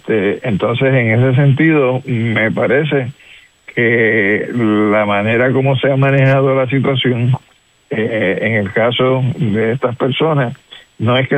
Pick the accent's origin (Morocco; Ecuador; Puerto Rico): Puerto Rico; Por ejemplo, yo soy puertorriqueño nacional